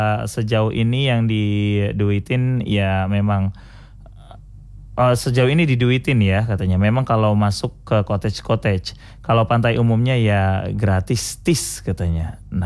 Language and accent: Indonesian; Lampung, Indonesia; born there; Lahir di Lampung, gue juga kadang males mau liburan karena bayar berlipat-lipat begitu ya.